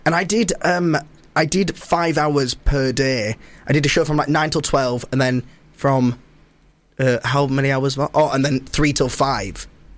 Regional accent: Bradford, Yorkshire and the Humber, United Kingdom; I'm from Bradford

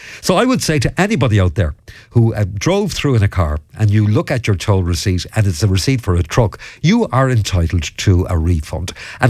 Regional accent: Ballyhaunis, Connacht, Ireland; I grew up in Holywell in Ballyhaunas.

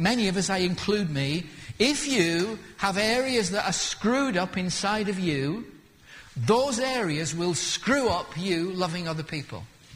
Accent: Lancaster, North West England, United Kingdom; I was born in 1946, and I grew up in Lancaster. And I grew up in the roughest part of Lancaster. It's called Skirton.

